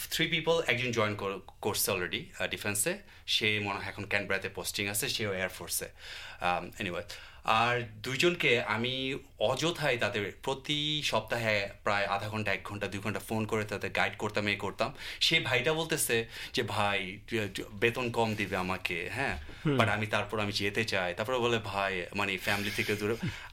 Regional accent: Bangladesh; now in Australia

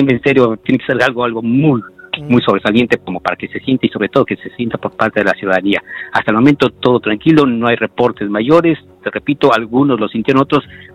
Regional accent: Mexico City, Mexico; now in Cancún, Mexico; soy de la Ciudad de México y sinceramente 6 grados no es nada, pero créeme, sí, algunos sí lo sintieron y sí, te juro que es para sorprenderse. De todo el tiempo que he estado yo viviendo aquí en Quintana Roo, que son 28, 29 años

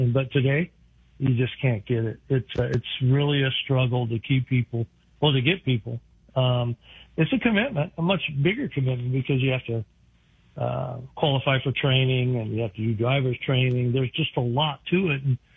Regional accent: Urbana, United States; I was born and raised in Urbana, went to school there, lived there.

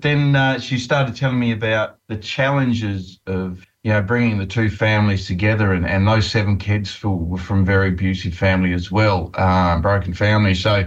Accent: Australia; we're from Australia

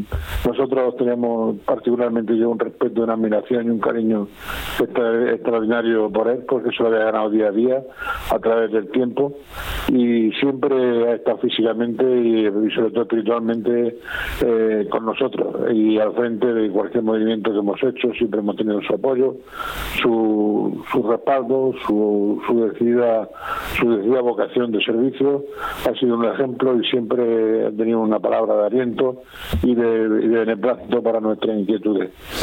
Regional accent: Region of Murcia, Spain; sentirse murciano y transmitirlo a todos nosotros y honrándonos para animándonos a seguir diciendo que somos murcianos

